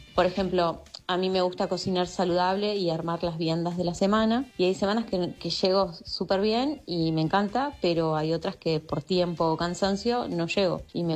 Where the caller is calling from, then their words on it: Munro, Buenos Aires Province, Argentina; Hola a todos … de Munro.